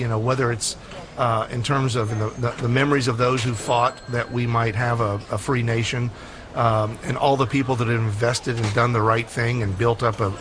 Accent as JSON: {"language": "English", "country": "United States", "said": "In saying that I'm an American, and I appreciate everyone who did that."}